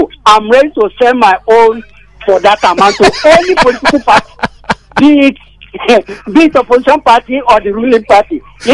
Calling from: Nigeria; I'm calling from Abanaje, Nikosu.

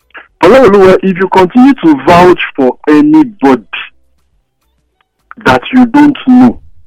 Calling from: Lagos, Nigeria; from Surulere.

